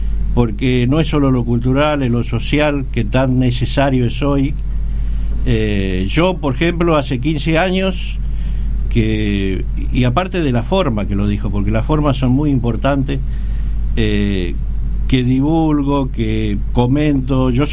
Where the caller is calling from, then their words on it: Argentina; como argentinos